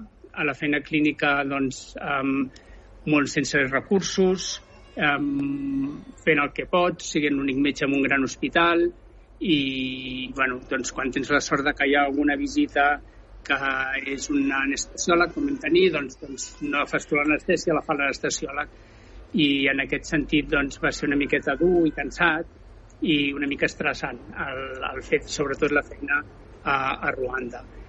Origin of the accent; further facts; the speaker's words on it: Sant Cugat del Vallès, Catalonia, Spain; also born or lived in Barcelona; Doncs mira, jo vaig néixer a Barcelona, vaig viure els meus primers 10 anys a Montornès del Vallès i després vaig canviar de Vallès i he estat i crescut a Sant Cugat del Vallès.